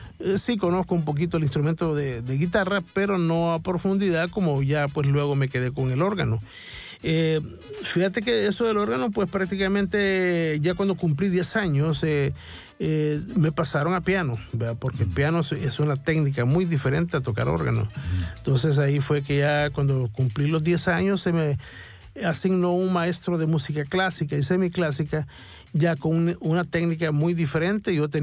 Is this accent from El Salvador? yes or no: yes; San Miguel, El Salvador; born there; Yo nací en San Miguel en 1964, en el mes de marzo, un 10 de marzo, ¿verdad? Vengo de familia de que mi padre, sus orígenes son en la ciudad de Usulután. Allá, pues, en el oriente del país.